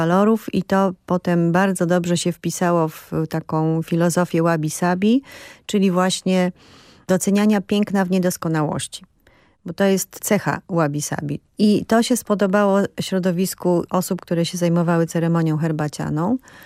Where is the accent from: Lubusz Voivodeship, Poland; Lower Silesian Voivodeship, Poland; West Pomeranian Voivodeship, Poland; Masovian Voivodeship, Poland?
Lower Silesian Voivodeship, Poland; Wrocław; ja pochodzę z Wrocławia, z Dolnego Śląska.